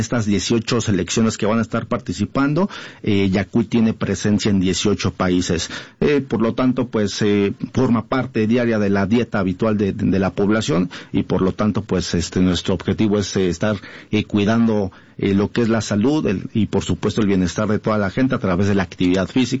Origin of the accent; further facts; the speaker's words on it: Mexico; pues muchas veces creo que como mexicanos no cuidamos nuestra salud intestinal